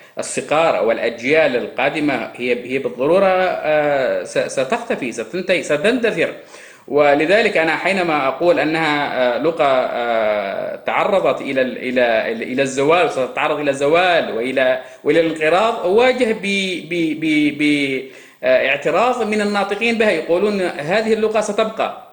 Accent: Dhofar, Oman; first language Shehri (Jibbali); Arabic is a second language; أنا كمتحدث لهذه اللغة، اللغة الشحرية، أنا تعلمت اللغة العربية في المدرسة لما كان عمري 6 سنوات، وأمي ووالدي لا يتحدثون العربية،

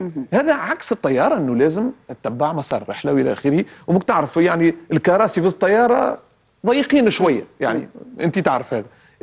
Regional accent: Tunisia; now in Qatar; أنا مثلا من تونس، احنا يعني حتى بيننا نحن التونسيين

